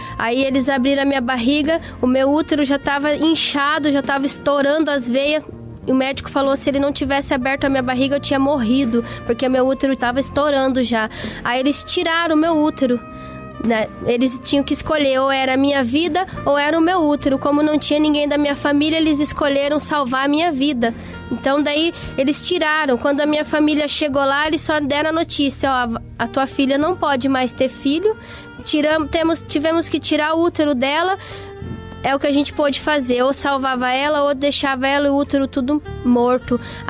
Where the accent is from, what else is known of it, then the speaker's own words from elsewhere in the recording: Curitiba, Paraná, Brazil; sou da cidade de Curitiba.